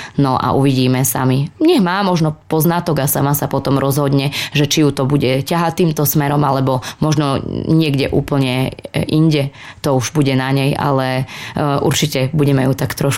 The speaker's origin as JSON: {"language": "Slovak", "region": "Banská Bystrica Region", "country": "Slovakia", "said": "hľadali u nás v Helpe, hneď v susednej dedine, pedagóga teda na zástup. No a vlastne riaditeľ oslovil vtedy mňa. Bola som v maturitnom ročníku a mala som 18 rokov."}